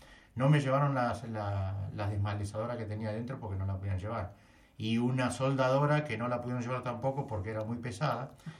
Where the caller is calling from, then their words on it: Quequén, Buenos Aires Province, Argentina; yo vivo en Quequén, uh-huh. En la 529